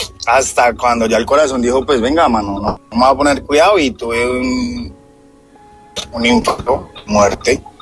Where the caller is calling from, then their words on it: Chicoral, Tolima, Colombia; lo estoy llamando en estos momentos en Chicoral, Tolima.